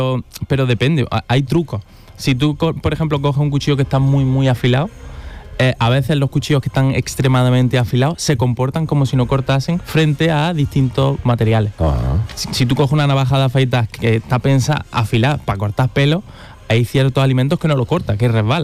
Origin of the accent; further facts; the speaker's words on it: Spain; soy español.